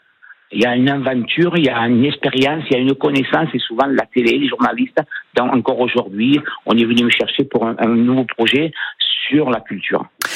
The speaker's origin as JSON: {"language": "French", "town": "Agde", "region": "Occitanie", "country": "France", "tie": "born or raised there", "said": "moi je suis quand même agatois, hein, j'ai grandi à Agde"}